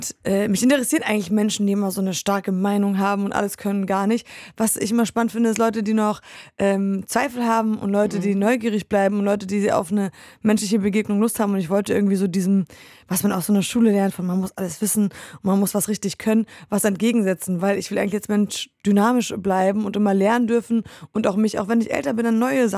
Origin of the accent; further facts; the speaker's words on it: Poland; moved away; Also ich bin vor allem in Polen groß geworden